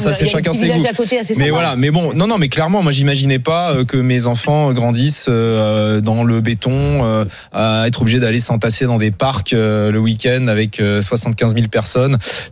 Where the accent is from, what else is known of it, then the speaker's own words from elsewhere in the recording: Pompertuzat, Occitanie, France; also born or lived in Alsace; Parce que moi, je suis né en Alsace et j'ai grandi à Pompertuisa, un petit village dans le Lauragais au sud de Toulouse.